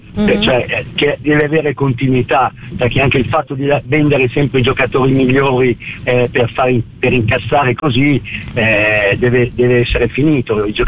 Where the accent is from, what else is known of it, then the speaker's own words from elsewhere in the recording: Emilia-Romagna, Italy; Che io sono emiliano e il mio papà era l'unico tifoso viola ai suoi tempi